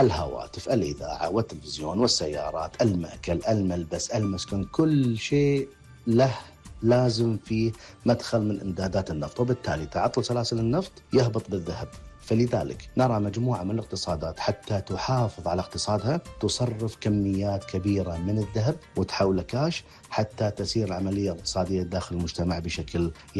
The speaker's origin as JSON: {"language": "Arabic", "country": "Kuwait", "said": "عندنا بالكويت ما يقارب 23 شركة معتمدة"}